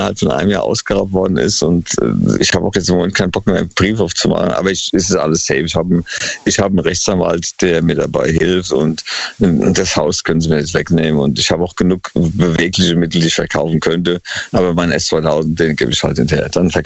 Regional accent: Germany; now in Lesbos, Greece; Und wenn du in einem Dorf einen Namen kriegst als Deutscher, dann hast du es schon mal fast gepackt.

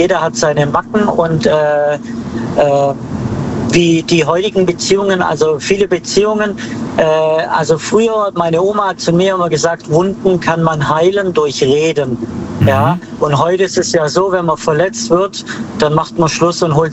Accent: Baden-Württemberg, Germany; Aus dem Schwarzwald.

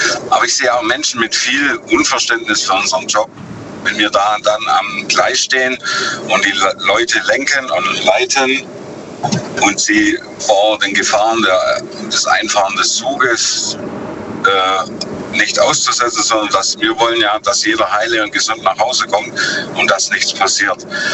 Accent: Lenningen, Baden-Württemberg, Germany; Ich bin aus Lenningen.

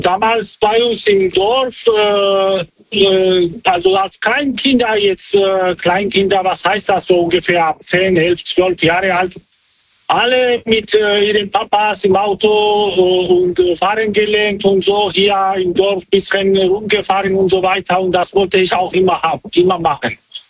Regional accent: Georgia; Ich komme aus Georgien.

